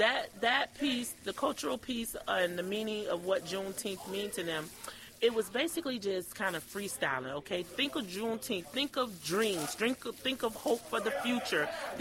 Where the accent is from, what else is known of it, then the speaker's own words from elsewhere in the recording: the South, United States; I mean, I'm from the South, and I know particularly growing up in the South, we ate a lot of pork dishes, chitlins, neck bones, and all that type of stuff.